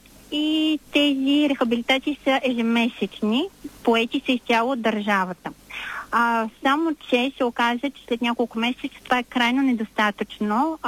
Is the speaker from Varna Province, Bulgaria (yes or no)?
no; Plovdiv, Plovdiv Province, Bulgaria; От Пловдив сме.